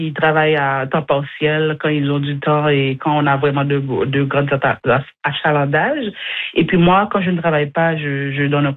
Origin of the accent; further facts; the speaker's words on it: Montreal, Quebec, Canada; Moi, personnellement, quand j'arrivais en Acadie, c'est loin de Montréal. Je viens de Montréal, mm-hmm. en plus.